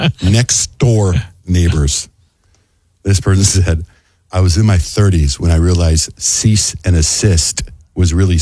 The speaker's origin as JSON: {"language": "English", "country": "Mexico", "tie": "born or raised there", "said": "So I grew up in Mexico. I have lots and lots of Mexican cousins. Lots."}